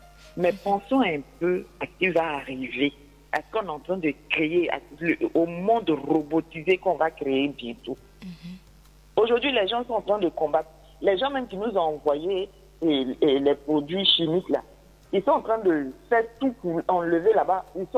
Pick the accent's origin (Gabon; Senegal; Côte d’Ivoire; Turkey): Côte d’Ivoire; comme on pourrait le dire chez nous en Côte d'Ivoire.